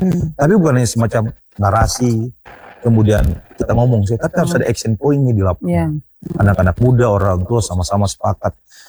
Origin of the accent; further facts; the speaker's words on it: Papua, Indonesia; kita orang Papua